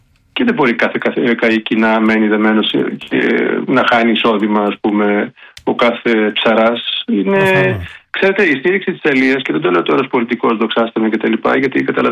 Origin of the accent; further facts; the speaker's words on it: Thessaloniki, Central Macedonia, Greece; Που εγώ που κατάγομαι από τη Θεσσαλονίκη, γεννήθηκε και μεγάλωσα εκεί, υπάρχει και προσωπική, έτσι.